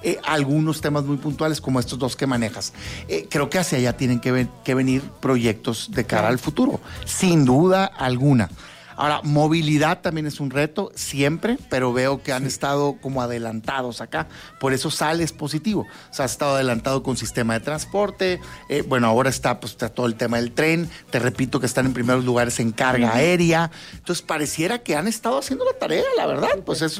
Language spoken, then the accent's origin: Spanish; Mexico; Como mexicanos, pues claro que no, no puede aspirar un gobierno a que se pongan de acuerdo los criminales, déjenlos en paz.